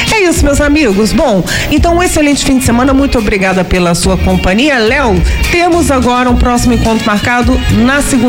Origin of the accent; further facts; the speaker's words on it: Brazil; Eu sou a Espanha, né? Como boa brasileira, me desculpe os meus amigos aí argentinos